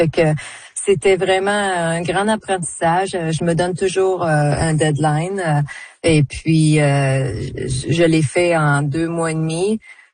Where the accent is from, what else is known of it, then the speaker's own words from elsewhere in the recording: Quebec, Canada; Chez nous au Québec